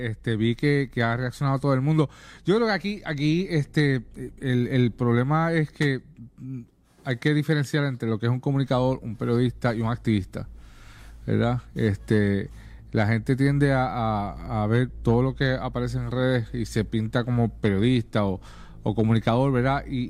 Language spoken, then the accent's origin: Spanish; Puerto Rico; Como puertorriqueño no quiero que dañen la tierra.